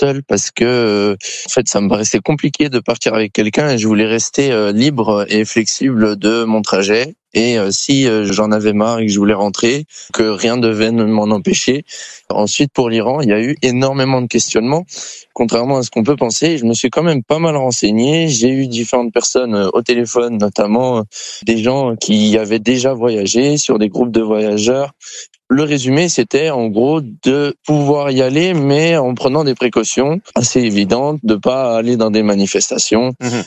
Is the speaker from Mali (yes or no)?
no; France; je suis français